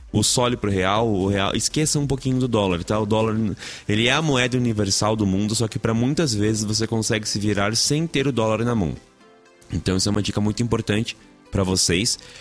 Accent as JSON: {"language": "Portuguese", "country": "Brazil", "said": "A gente é brasileiro, gente."}